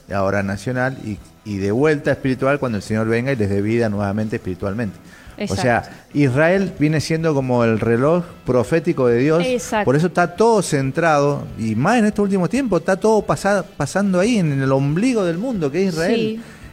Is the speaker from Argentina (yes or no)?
yes; Argentina; nosotros como argentinos